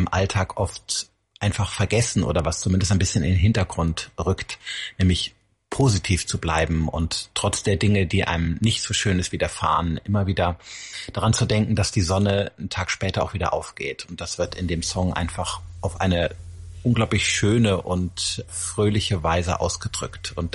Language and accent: German; Rhineland, Germany; Ich komme ja aus dem Rheinland.